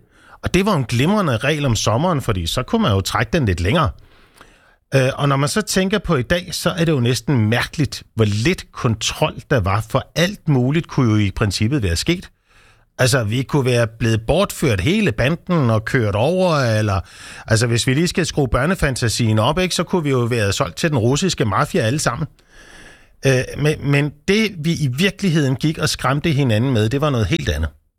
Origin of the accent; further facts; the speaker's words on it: Sandby, Zealand, Denmark; Da jeg var barn i Sandby på Vestlolland